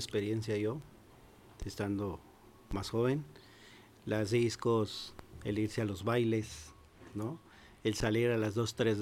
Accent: Guanajuato, Mexico; moved away; yo vengo de Guanajuato.

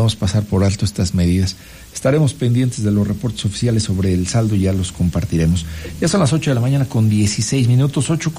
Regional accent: Mexico; así somos los mexicanos, ¿no?

